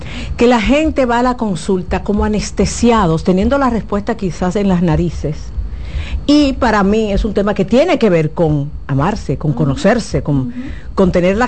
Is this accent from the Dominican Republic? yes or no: yes; Dominican Republic; yo sé cómo somos los dominicanos.